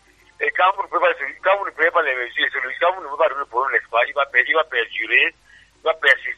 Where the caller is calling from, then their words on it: Santa, Northwest Region, Cameroon; Depuis Santa, au nord, à Bamenda.